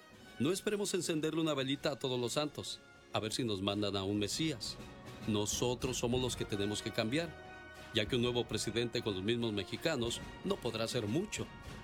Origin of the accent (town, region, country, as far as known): Mexico